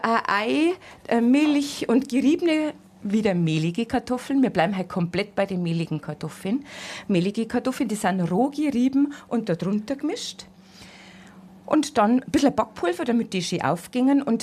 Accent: Bavaria, Germany; Apfel muss bei uns in Bayern doch immer dazu gehen.

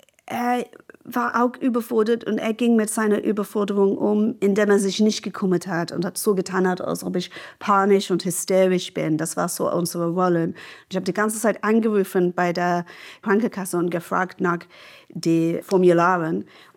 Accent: England, United Kingdom; German is a second language; now in Germany; als Engländerin mit NHS-Sozialisierung

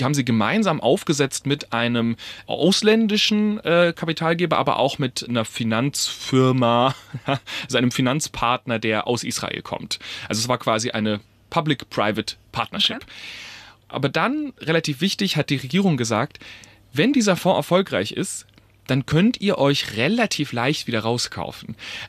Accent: Heilbronn, Baden-Württemberg, Germany; Ja, also ich liebe meine Heimat natürlich, aber ehrlicherweise, Heilbronn ist jetzt nicht die sexieste Stadt.

